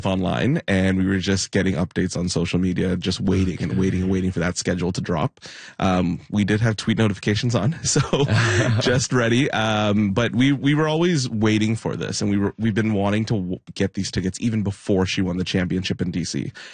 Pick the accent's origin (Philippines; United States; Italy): Philippines; Yeah, so being Filipino, we don't have many sports teams or big national teams that have been successful.